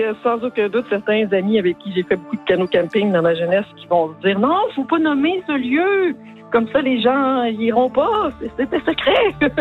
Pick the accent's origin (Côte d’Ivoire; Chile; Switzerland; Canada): Canada; Gatineau, Quebec; now in Montreal, Canada; c'est intéressant parce que j'habite Montréal, puis j'ai grandi à Gatineau. J'ai aussi mes parents qui sont acadiens